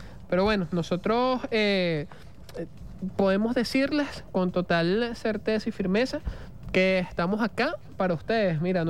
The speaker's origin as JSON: {"language": "Spanish", "country": "Venezuela", "said": "del humanismo de nosotros como venezolanos"}